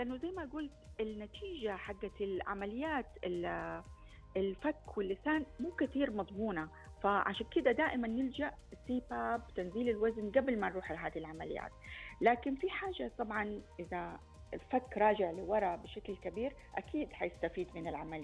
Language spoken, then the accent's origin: Arabic; Saudi Arabia; عندنا في المملكة